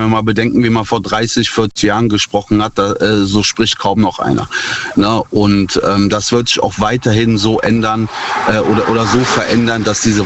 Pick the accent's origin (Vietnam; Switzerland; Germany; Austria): Germany; North Rhine-Westphalia; Ich bin aus der Nähe von Bonn.